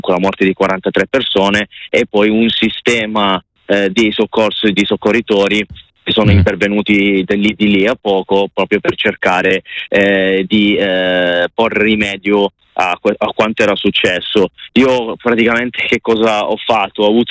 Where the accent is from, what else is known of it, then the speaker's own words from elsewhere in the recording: Taranto, Apulia, Italy; moved away; io sono originario di Taranto